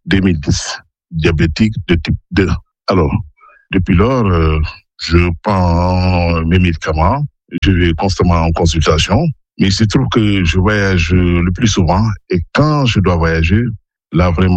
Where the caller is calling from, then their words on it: Saint-Louis, Senegal; Je vous appelle de Saint-Louis, du Sénégal. J'ai 60 ans.